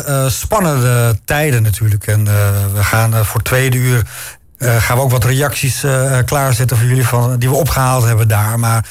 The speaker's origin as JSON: {"language": "Dutch", "town": "Beverwijk", "region": "North Holland", "country": "Netherlands", "tie": "born or raised there", "lives_now": "Wijk aan Zee, Netherlands", "said": "Ik woon in Wijk aan Zee. Ik ben natuurlijk opgegroeid in de Eimond, in Beverwijk."}